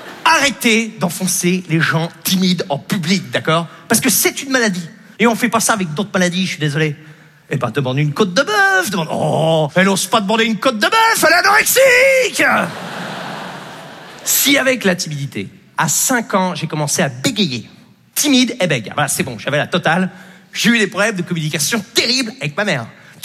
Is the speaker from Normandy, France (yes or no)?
yes; Normandy, France; J'ai grandi en Basse-Normandie, et une... Et une psy en Basse-Normandie, on va relativiser, c'est pas pareil, non.